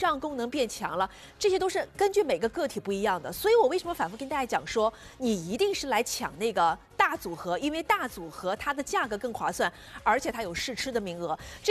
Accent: Jiangxi, China; 因为我们是江西人，我妈妈超爱吃辣，就是我们家的菜一定都是放辣椒的。

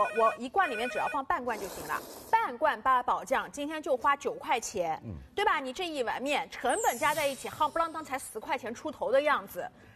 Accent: Shanghai, China; 我们上海人喜欢的从小吃到大的味道

